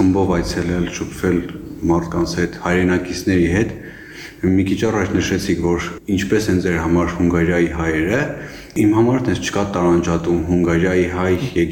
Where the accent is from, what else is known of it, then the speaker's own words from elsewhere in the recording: Vanadzor, Lori, Armenia; Ասեմ, որպես վանաձորցի, շատ արագ ինտեգրվեցի խումբ ու ինձ հարազատ զգացի խմբում